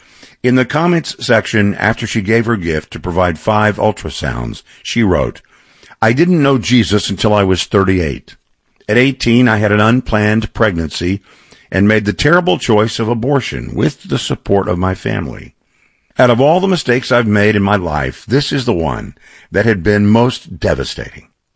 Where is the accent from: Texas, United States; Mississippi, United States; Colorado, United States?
Texas, United States; It's not true in my home state of Texas.